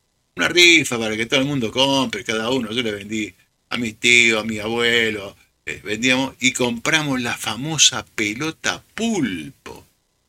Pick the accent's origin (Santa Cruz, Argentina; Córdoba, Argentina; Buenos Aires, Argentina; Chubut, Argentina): Buenos Aires, Argentina; born there; La realidad, mi realidad, barrio pobre. Yo nací en Pompeya, esa es mi cuna.